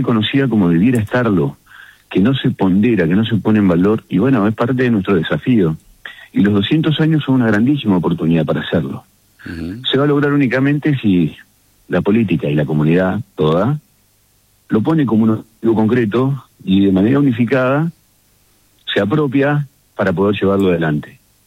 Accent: Buenos Aires Province, Argentina; nosotros somos el inicio de la Patagonia desde norte

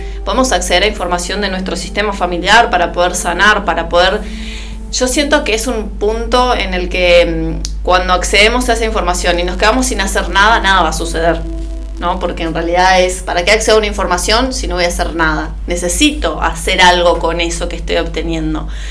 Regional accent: Paysandú, Uruguay; moved away as an adult; Soy de Paysandú, soy sanducera. Vivo hace 6 años acá.

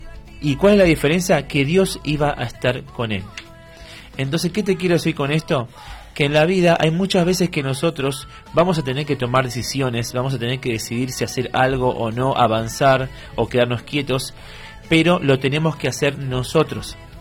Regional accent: Argentina; Los que somos de Argentina

